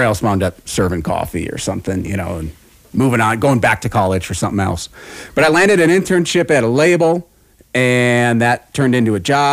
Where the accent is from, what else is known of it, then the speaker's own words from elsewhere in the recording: Minnesota, United States; I grew up right outside of Minneapolis playing music my whole life